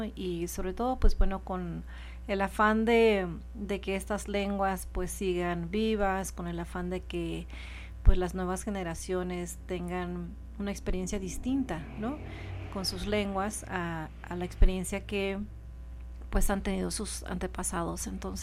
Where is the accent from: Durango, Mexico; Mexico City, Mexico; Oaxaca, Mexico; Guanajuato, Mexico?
Oaxaca, Mexico; first language Chatino; Spanish is a second language; mi mamá no hablaba español y eso hace que de una manera pues bueno, todo nuestra experiencia en la casa pues fuera en chatino, aunque viviéramos en la ciudad de Oaxaca.